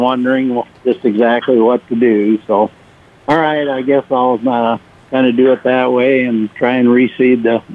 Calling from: Plymouth, Nebraska, United States; from Plymouth.

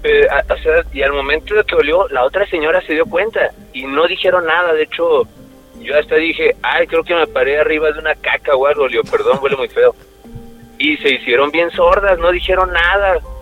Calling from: Guadalajara, Jalisco, Mexico; De Guanatos.

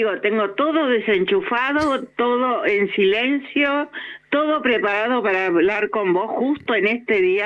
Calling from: Acassuso, Buenos Aires Province, Argentina; de Acasuso.

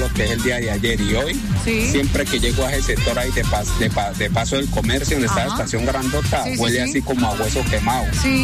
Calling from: Jamundí, Valle del Cauca, Colombia; pues mira que yo vivo en Jamundí, Bonanza, ¿no?

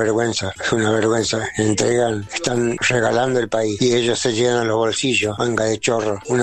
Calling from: La Plata, Buenos Aires Province, Argentina; La Plata.

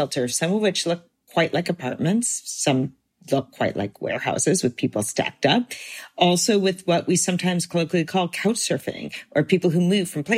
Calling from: California, United States

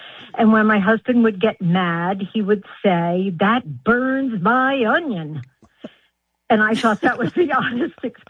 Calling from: Unadilla, New York, United States; I'm calling from Unadilla, New York.

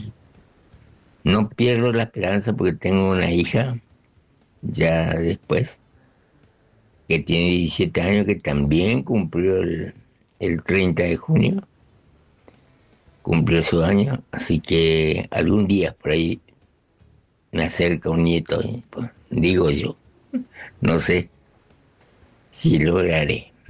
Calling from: Clorinda, Formosa, Argentina; de Clorinda, Formosa.

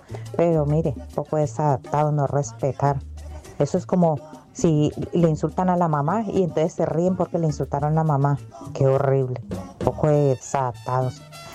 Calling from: Cali, Valle del Cauca, Colombia

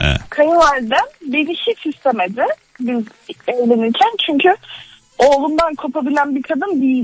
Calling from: Ankara, Turkey; Ankara'dan arıyorum.

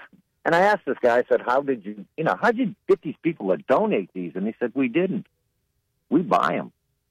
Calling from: Ohio, United States; I'm from Ohio. The family was from Pennsylvania.

